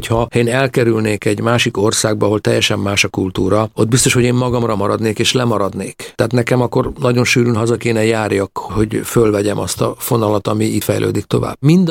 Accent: Hungary; én, mint magyar állampolgár

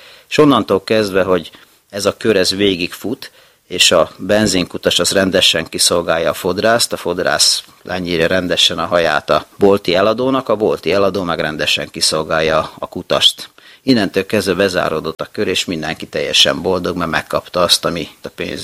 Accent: Hungary; de azért én magyar ember vagyok

